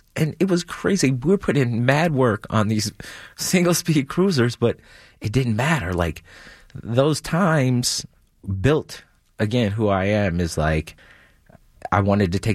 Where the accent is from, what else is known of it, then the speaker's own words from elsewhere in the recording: Detroit, Michigan, United States; Okay, because I'm from Detroit, you know.